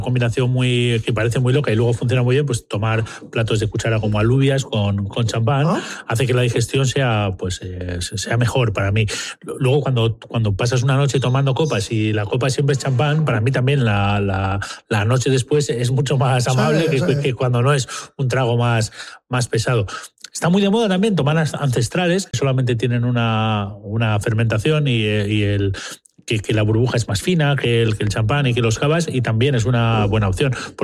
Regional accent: Bilbao, Basque Country, Spain; born there; y era una situación muy especial dentro de Bilbao

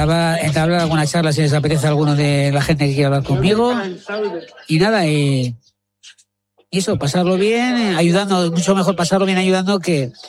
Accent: Basque Country, Spain; pasear por mi pueblo, por Goierri

